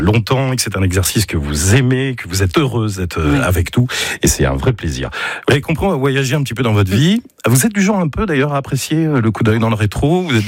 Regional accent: Brittany, France; Quand on est bretonne, on aime bien revendiquer qu'on est bretonne.

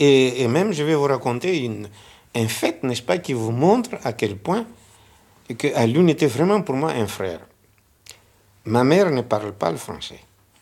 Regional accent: Madagascar; comme chez nous à Madagascar

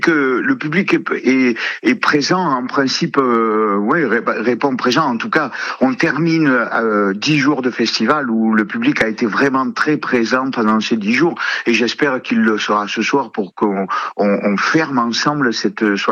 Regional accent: Southern France, France; accent: southern; moi j'ai vraiment un accent, je suis d'ici, je suis du sud

